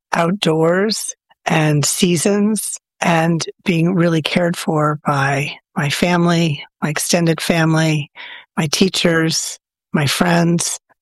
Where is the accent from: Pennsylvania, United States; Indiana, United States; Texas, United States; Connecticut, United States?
Connecticut, United States; Easton; I grew up in Easton, Connecticut, a town of 5,000, about an hour from New York City.